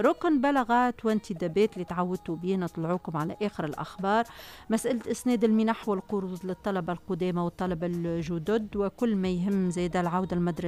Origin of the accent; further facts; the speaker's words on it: Tunisia; بلادنا تونس العزيزة علينا